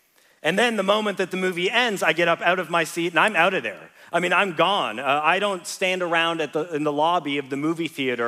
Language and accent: English; Canada; For me as a Canadian, I'm just like, I'm in the middle of Nowhereville, Sweden.